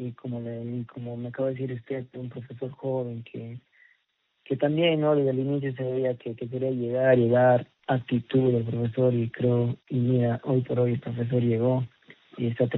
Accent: Ambo, Huánuco, Peru; moved away as an adult; now in Uchiza, Peru; Soy natural de Ambo.

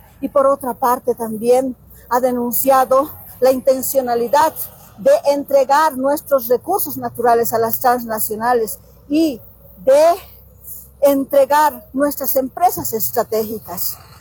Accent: Bolivia; Los bolivianos y bolivianas tenemos nuestros derechos en nuestra Constitución

